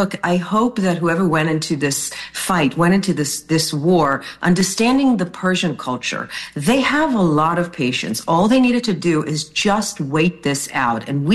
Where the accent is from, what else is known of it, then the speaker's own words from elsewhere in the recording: United States; I am an American